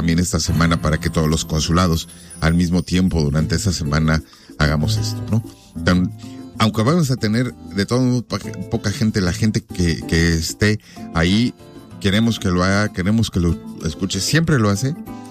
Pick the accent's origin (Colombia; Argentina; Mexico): Mexico; now in Omaha, United States; que podemos compartir lo que tenemos como mexicanos, porque bueno, pues ya el lugar tradicional y ícono de la ciudad de Omaha es el sur de Omaha